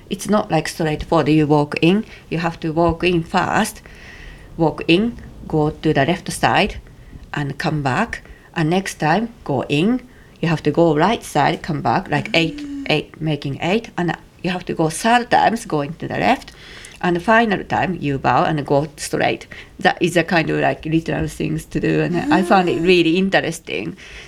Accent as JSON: {"language": "English", "country": "Japan", "moved": "yes", "lives_now": "United Kingdom", "said": "I'm from Japan"}